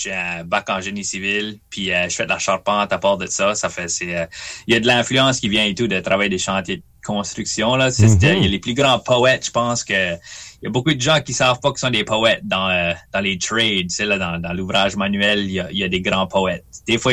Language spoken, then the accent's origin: French; Memramcook, New Brunswick, Canada; des histoires du monde de Memram Cook, de mon village natal.